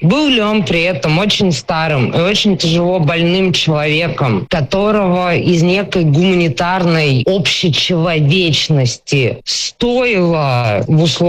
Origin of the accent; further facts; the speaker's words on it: Belgrade, Serbia; я выросла в Белграде.